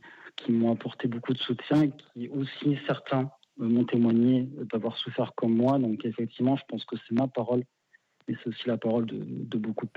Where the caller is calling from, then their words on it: Bordeaux, Nouvelle-Aquitaine, France; Je suis de Bordeaux.